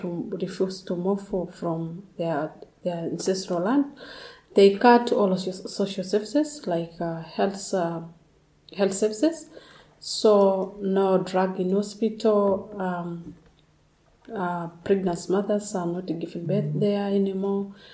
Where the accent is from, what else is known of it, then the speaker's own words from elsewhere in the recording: Tanzania; English is a second language; from Tanzania, northern part.